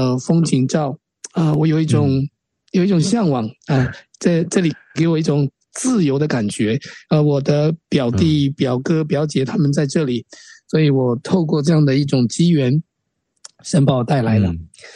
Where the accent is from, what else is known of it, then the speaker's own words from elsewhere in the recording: Fengyuan, Taichung, Taiwan; moved away as an adult; now in Argentina; 那我在台湾的台中出生，那在丰原长大，14岁来到阿根廷。